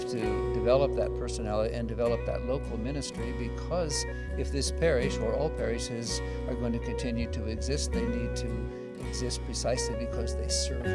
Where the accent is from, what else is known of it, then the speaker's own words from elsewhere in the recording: Grainfield, Kansas, United States; moved away; my parish church in my hometown, built around the same time as this. Where are you from? Grainfield, Kansas. St. Agnes Church has windows exactly like this.